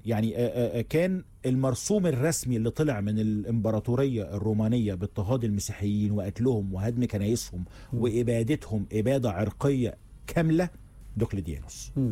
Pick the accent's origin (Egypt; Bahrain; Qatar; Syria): Egypt